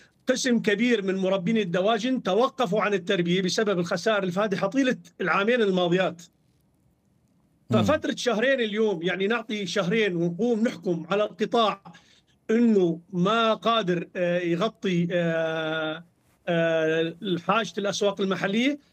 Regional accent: Syria; عندنا في سوريا ما قبلنا ندخل البروتين الحيواني لما عرفنا منشأه

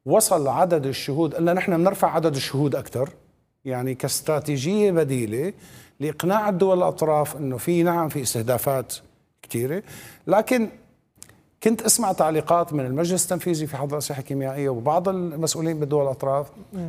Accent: Syria; بيننا نحن كسوريين

